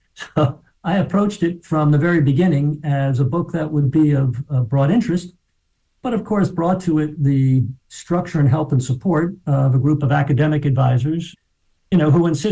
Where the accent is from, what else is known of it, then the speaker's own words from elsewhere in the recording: New York City, New York, United States; But when I grew up in Riverdale, it was very much like a small town, that I grew up on a street that was a dead-end road with garden apartments.